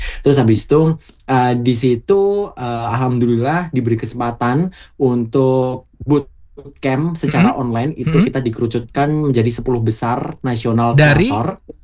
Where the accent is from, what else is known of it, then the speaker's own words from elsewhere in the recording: Boyolali, Central Java, Indonesia; aku sebagai orang Boyolali